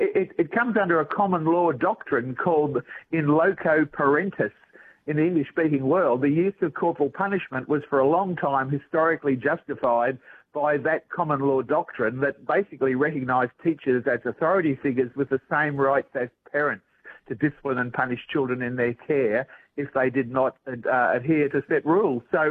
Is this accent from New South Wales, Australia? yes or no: yes; Wollongong, New South Wales, Australia; moved away as an adult; also born or lived in Northern Territory; I grew up in Wollongong, and Though I fled to the territory when I was 22 and stayed for 40 years because I loved it so much.